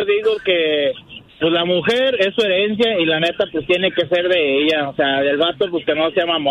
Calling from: Aurora, Colorado, United States; soy de aquí, de Aurora, Colorado.

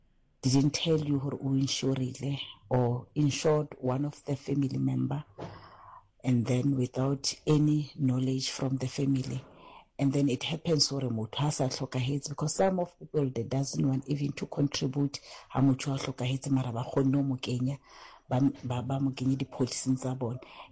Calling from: Katlehong, Gauteng, South Africa; I'm from Katlehong.

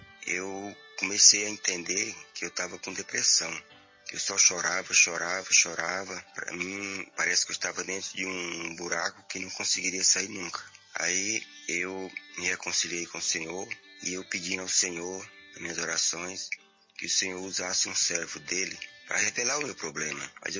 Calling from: Carapicuíba, São Paulo, Brazil; sou aqui de Carapicuíba.

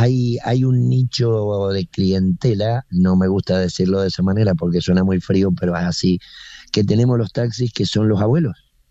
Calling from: Mendoza, Argentina; De Mendoza, Mendoza Capital.

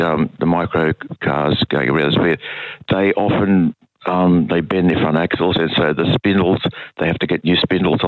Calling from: Toongabbie, New South Wales, Australia; I'm calling from Toongabby in Sydney.

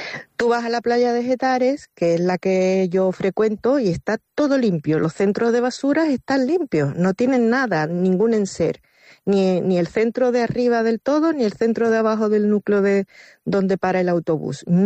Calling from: Algeciras, Andalusia, Spain; soy una vecina de Algeciras

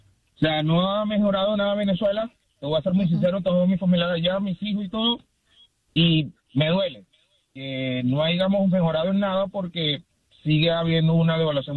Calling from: Salt Lake City, Utah, United States; Buenos días, Andreina. Te llamo de Salt Lake City.

